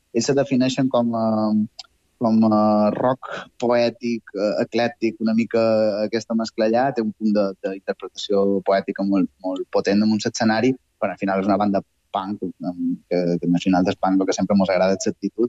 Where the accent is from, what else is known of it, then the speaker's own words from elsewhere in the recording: Catalonia, Spain; perquè si no vaig errat, som de província de Girona.